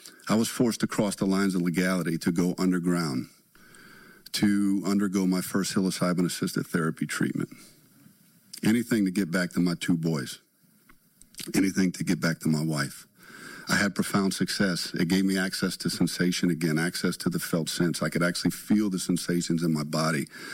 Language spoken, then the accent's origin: English; Belle Chasse, Louisiana, United States; I come from southern Louisiana, born and raised in Belchase.